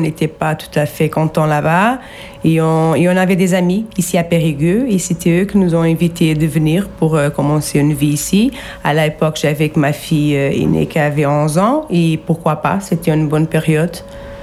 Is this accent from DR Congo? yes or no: no; Portugal; first language Portuguese; French is a second language; now in France; on parle que le portugais à la maison, les quatre. On a gardé toujours notre langue maternelle.